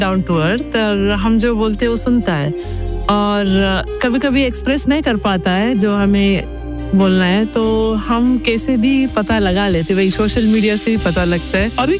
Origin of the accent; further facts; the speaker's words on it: Mangalore, Karnataka, India; मैं मैंगलोर से हूँ